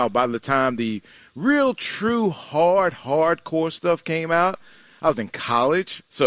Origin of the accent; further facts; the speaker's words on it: Dallas, Texas, United States; I grew up in South Oak Cliff.